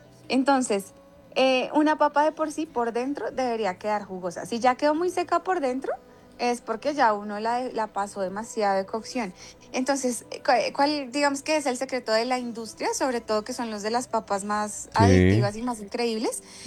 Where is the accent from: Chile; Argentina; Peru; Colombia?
Colombia; los colombianos somos muy generosos